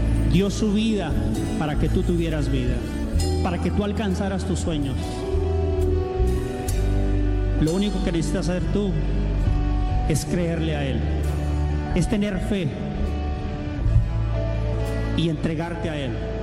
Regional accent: Tijuana, Baja California, Mexico; now in United States; la vecindad donde crecí en Tijuana

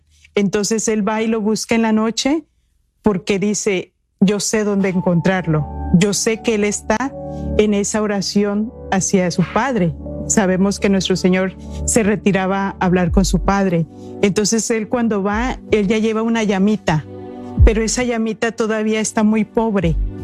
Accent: Acapulco, Guerrero, Mexico; yo que vengo de un puerto, yo soy de Acapulco, sí. Y allá la vida es de noche.

